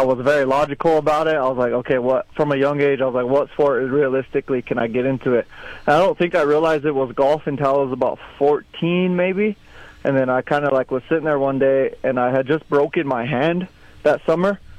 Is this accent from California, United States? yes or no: no; Kyle, South Dakota, United States; I grew up in Kyle, South Dakota, on the dead center of the Pioneer Reservation.